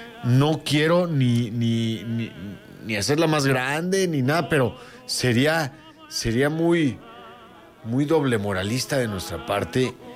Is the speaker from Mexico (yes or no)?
yes; Mexico